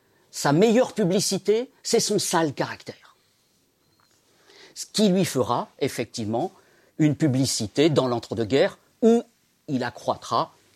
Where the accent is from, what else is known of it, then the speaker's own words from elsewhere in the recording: Centre-Val de Loire, France; born there; suis breton. Parce que mon grand-père habitait à côté de Fougères. Mais moi, je suis né en Eure-et-Loire.